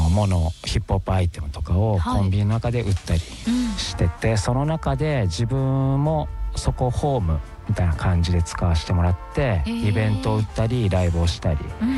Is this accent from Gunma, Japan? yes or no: no; Tottori, Japan; moved away as an adult; now in Aichi, Japan; 自分鳥取県出身なんですけど、はい、愛知に来るきっかけが、まあ工場的な、うん、その就職させてもらって